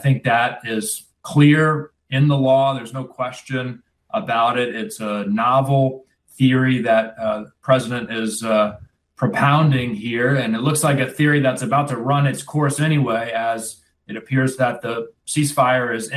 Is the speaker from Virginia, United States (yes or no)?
yes; Virginia, United States; Well, look, I come from the Commonwealth of Virginia